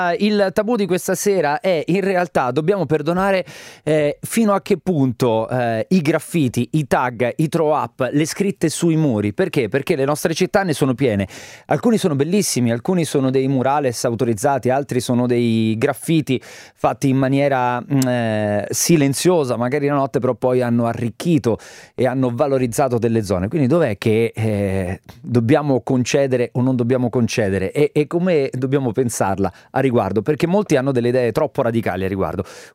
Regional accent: Rome, Lazio, Italy; ve lo dico da romano

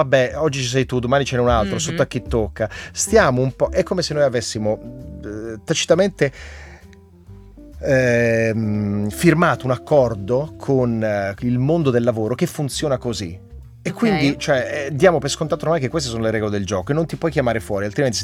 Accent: Bergamo, Lombardy, Italy; sono anche bergamasco

